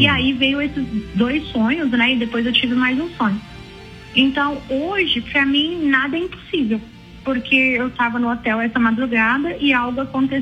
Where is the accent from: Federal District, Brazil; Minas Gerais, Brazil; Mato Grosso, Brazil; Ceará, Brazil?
Federal District, Brazil; Brasília; born there; now in Balneário Camboriú, Brazil; Eu nasci em Brasília, no Distrito Federal.